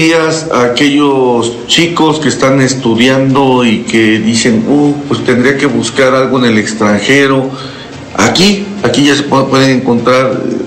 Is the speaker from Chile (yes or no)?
no; Puebla, Mexico; Y la verdad, como poblano, pues nos da mucho gusto saber que se está trabajando en esto